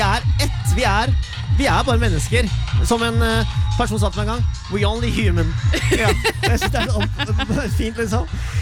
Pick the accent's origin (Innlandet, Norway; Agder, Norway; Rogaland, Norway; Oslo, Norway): Innlandet, Norway; der jeg kommer ifra, på Alvdal og Tynset.